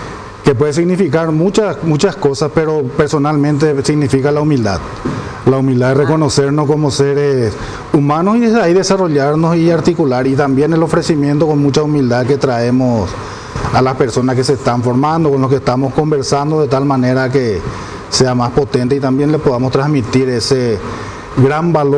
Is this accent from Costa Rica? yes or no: no; Paraguay; estamos conectados como seres humanos, como paraguayos en este caso